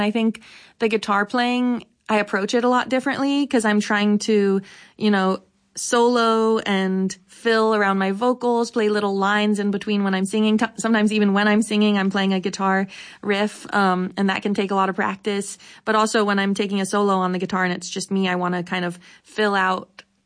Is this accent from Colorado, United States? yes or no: no; Silicon Valley, California, United States; I grew up in Silicon Valley and it wasn't typical to be like so into bluegrass music.